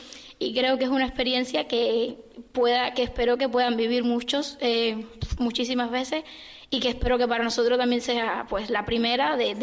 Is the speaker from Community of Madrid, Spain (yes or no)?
yes; Navalcarnero, Community of Madrid, Spain; pero yo soy de Navalcarnero